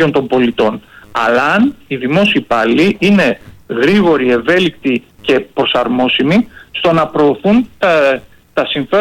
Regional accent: Thessaly, Greece; για παράδειγμα που είμαι και από τη Μαγνησία

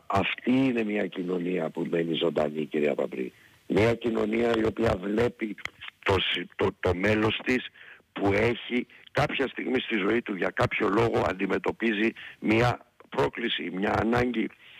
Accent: Greece; γιατί ως Έλληνες είμαστε, έχουμε μεγάλη αγάπη στο διχασμό.

